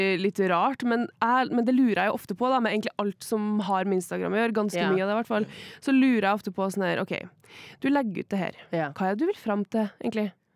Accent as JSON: {"language": "Norwegian", "country": "Lithuania", "moved": "yes", "lives_now": "Norway", "said": "Jeg er jo fra Litauen, som jeg liker å snakke om hver jævla gang jeg er her."}